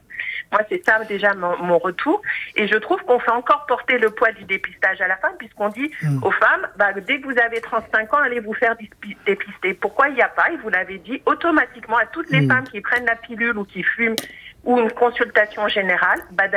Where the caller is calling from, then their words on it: Maisons-Alfort, Île-de-France, France; J'appelle de Maison-Alfort.